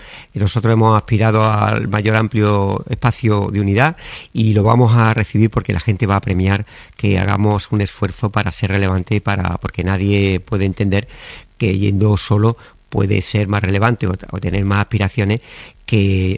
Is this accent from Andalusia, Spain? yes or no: yes; Córdoba, Andalusia, Spain; y yo soy cordobés y a veces me contengo así, me da mi lado senequista